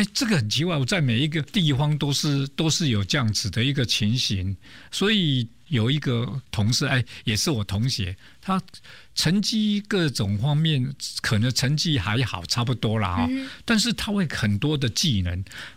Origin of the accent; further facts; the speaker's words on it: Kaohsiung, Taiwan; born there; 因为我来自于比较就是传统的家庭，高雄嘛，然后家里不是特别好，但是也被照顾的很多